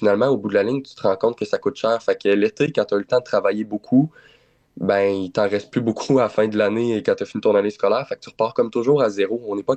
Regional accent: Warwick, Quebec, Canada; moved away as an adult; now in Jonquière, Canada; Moi, j'ai déménagé. Je viens de Warwick, dans le coin de Victoriaville.

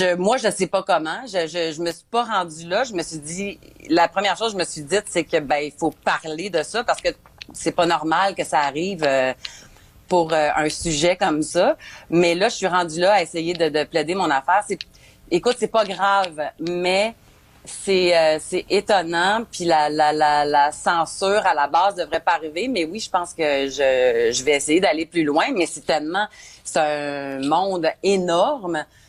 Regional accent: Quebec, Canada; chez nous, au Québec.

